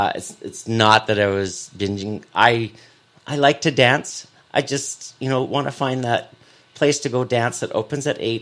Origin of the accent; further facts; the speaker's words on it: Penticton, British Columbia, Canada; also born or lived in Summerland; And growing up here in this region, growing up in Penticton and Summerland, and in a fairly well-known family